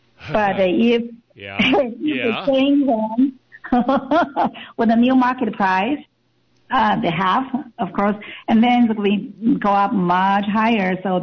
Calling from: Capitola, California, United States; from Capitola. How are you?

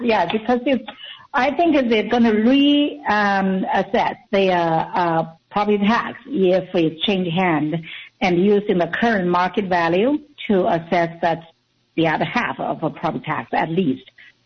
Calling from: Capitola, California, United States; from Capitola.

